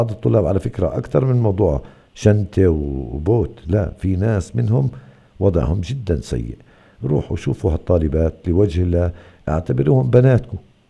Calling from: Gaza, Gaza Strip, Palestine

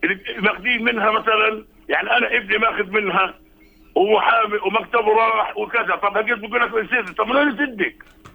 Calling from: Gaza, Gaza Strip, Palestine; احنا وضعنا في غزة, هان انا بكلمك من غزة … بكلمك من غزة

